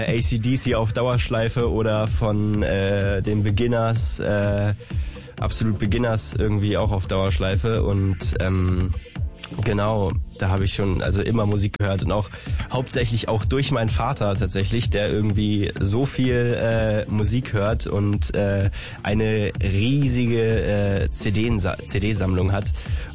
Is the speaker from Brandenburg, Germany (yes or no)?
yes; Kleinmachnow, Brandenburg, Germany; moved away as an adult; now in Berlin, Germany; Also ich bin ja irgendwie ja in Kleinmachnow groß geworden